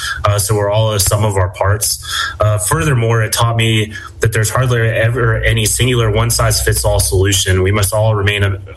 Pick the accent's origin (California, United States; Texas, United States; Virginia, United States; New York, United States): Virginia, United States; Harrisonburg; I'm originally from Harrisonburg, Virginia